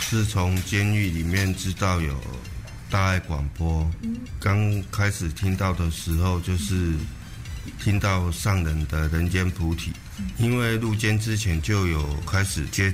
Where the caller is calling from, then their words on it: Pingtung County, Taiwan; 我是屏东的听友